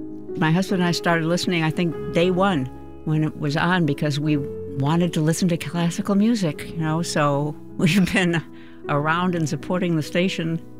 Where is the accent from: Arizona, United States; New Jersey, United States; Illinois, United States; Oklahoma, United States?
Arizona, United States; Ahwatukee; from Ahwatukee. I just love classical music.